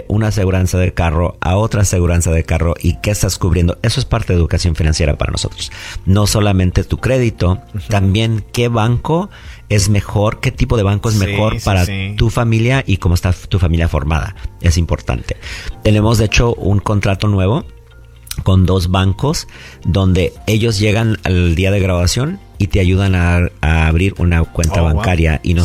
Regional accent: Mexico; now in Central Valley, California, United States; venimos de un país hermoso, como yo soy mexicano, donde sobrevivir es muy importante

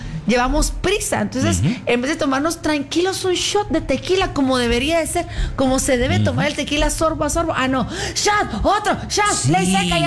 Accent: Guatemala; nosotros como guatemaltecos también seríamos solidarios en apoyar la economía guatemalteca cuando quiten la ley seca

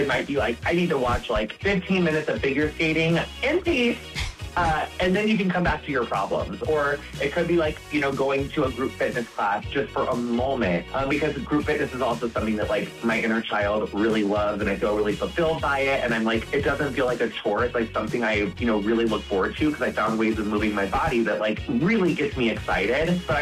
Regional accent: Quincy, Illinois, United States; I'm from Quincy. It's like not that far away.

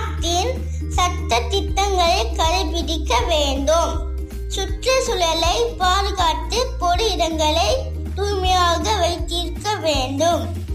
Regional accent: Malaysia; நான் மலேசியன் என்பதில் பெருமை கொள்கிறேன்.

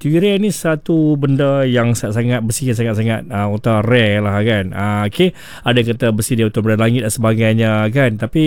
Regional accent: Kedah, Malaysia; Dan ini adalah satu benda yang kebanggaan lah kita sebagai orang Kedah ni.

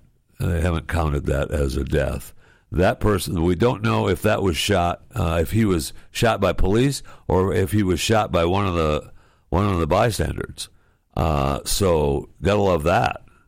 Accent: Michigan, United States; born there; also born or lived in Florida; now in Texas, United States; I feel like I'm a Floridian, even though I live in Texas now. I was born in Michigan, and I've lived in, I don't know how many states I've lived in now, too many. But I've lived in Florida the longest

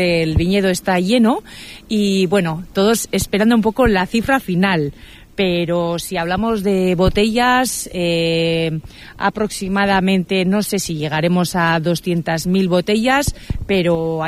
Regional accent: Basque Country, Spain; es un vino muy equilibrado, fresco y animado, como somos los vascos.

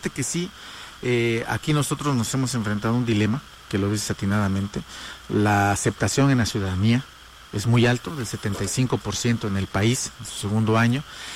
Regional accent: Oaxaca, Mexico; estamos muy contentos como oaxaqueños

